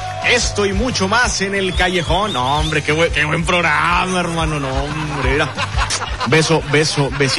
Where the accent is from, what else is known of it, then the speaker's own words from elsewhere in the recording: Monterrey, Nuevo León, Mexico; tenemos que sentirnos orgullosos, quieras o no, pues de ser regiomontanos